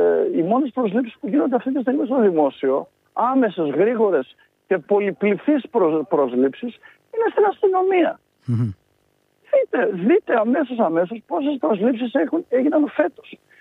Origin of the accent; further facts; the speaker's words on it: Thessaloniki, Central Macedonia, Greece; now in Athens, Greece; γιατί εγώ είμαι από Θεσσαλονίκη και ήρθα και στην έδρα μας στην Αθήνα